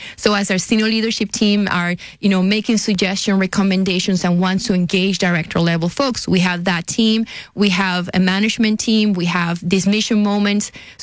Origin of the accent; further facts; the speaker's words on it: Carolina, Puerto Rico; But yes, I'm reminded constantly that I have an accent. And I am from Puerto Rico. And the way I usually introduce myself is I am from the same land of Roberto Clemente.